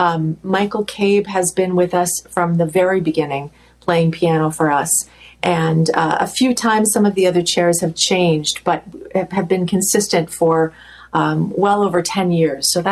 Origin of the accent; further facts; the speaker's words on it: Toronto, Ontario, Canada; now in New York City, United States; I'm from Toronto as well, although I didn't meet her until I moved to New York.